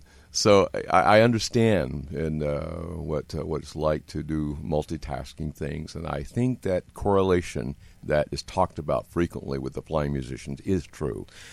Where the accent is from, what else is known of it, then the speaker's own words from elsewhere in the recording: Tennessee, United States; now in Denver, United States; Growing up in Tennessee on a farm near an airport